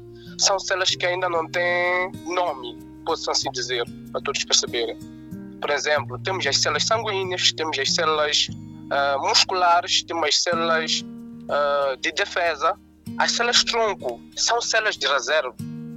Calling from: Maputo, Mozambique; Falo de Maputo, mesmo estado de Maputo.

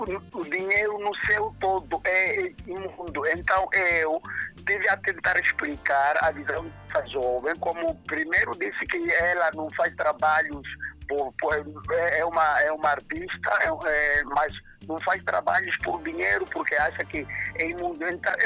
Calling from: Mozambique

